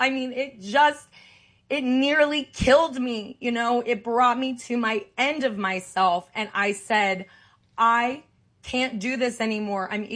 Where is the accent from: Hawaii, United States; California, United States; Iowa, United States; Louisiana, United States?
California, United States; Santa Monica; born or raised there